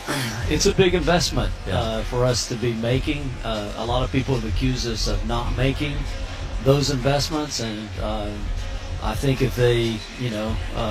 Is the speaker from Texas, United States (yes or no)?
yes; Mesquite, Texas, United States; But what the people don't know is I grew up in Mesquite, Texas, and I was a huge Dallas Cowboys fan.